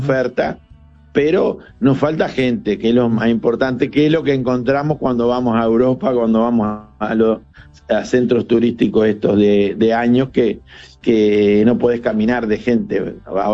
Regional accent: Colonia del Sacramento, Colonia, Uruguay

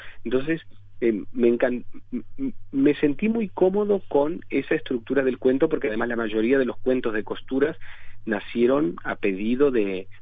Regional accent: Artigas, Uruguay; accent: Artigas; Ahora yo, que vengo de 600 kilómetros y mantengo mi acento de Artigas, está mal.

